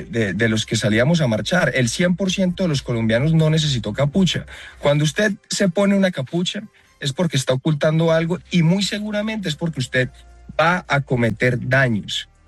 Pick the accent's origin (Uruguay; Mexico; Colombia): Colombia; Cali, Valle del Cauca; porque además yo soy de Cali